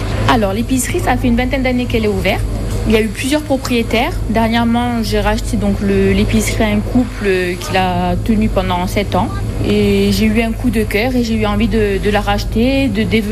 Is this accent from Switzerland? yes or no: no; Pietracorbara, Corsica, France; À la base, je suis de Pitra-Corbar. Je travaille sur Bastia dans un hôtel-restaurant. Ça fait 2 ans que je suis sur Cannes. Je me suis installée ici avec mon compagnon depuis 2 ans.